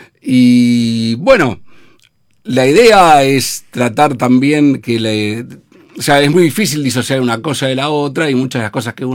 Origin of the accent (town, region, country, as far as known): Buenos Aires, Argentina; born there